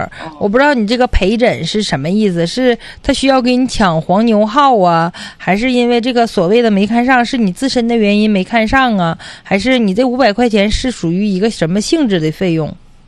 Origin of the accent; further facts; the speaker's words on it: Changchun, Jilin, China; 可能要比咱们长春这边就要这个贵呗，